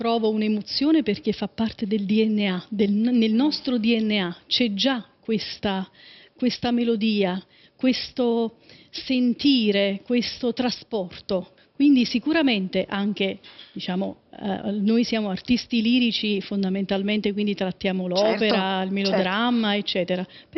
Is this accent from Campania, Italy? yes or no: yes; Naples, Campania, Italy